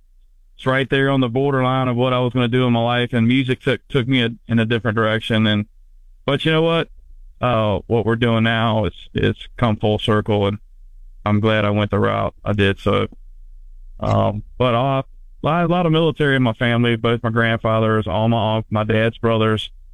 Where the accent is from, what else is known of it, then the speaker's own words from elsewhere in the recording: Virginia, United States; especially growing up in the Tidewater, Virginia area, with all our, we have Norfolk Naval Base and so many bases around and Army bases, but a lot of military presence where I'm from.